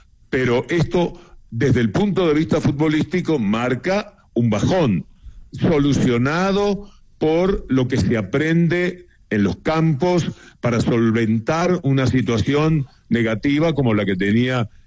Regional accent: Uruguay; now in Argentina

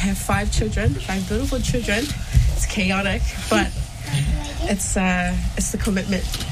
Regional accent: Niue; now in New Zealand; growing up in Niue

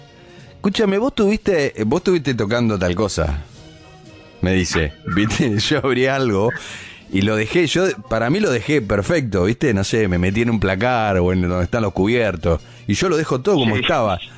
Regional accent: Argentina; 20:30, ¿no es un poco temprano? Somos argentinos, nosotros cenamos 10 de la noche, 10 y media.

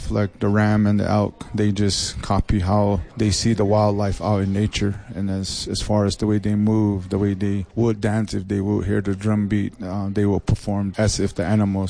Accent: Acoma Pueblo, New Mexico, United States; I'm from Acoma Pueblo.

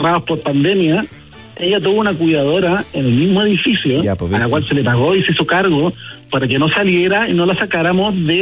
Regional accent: Chile; A nosotros como chilenos siempre nos faltan motivos todos los días para estar enojados y enrabiados con algo

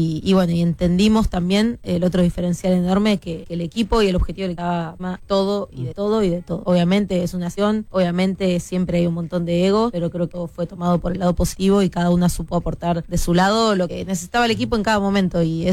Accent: Argentina; Somos argentinos y creo que saca siempre un poco ese fuego interno

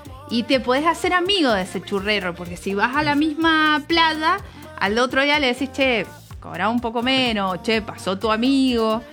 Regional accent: Villa Gesell, Buenos Aires Province, Argentina; Sí, yo me crié en Villa Gesell, lugar hermoso.

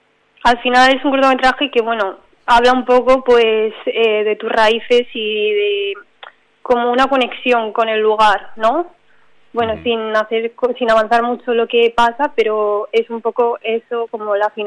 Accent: Villamediana de Iregua, La Rioja, Spain; also born or lived in Madrid; soy de Villamediana, sí que soy de La Rioja. Pero bueno, yo estudié la carrera en Madrid

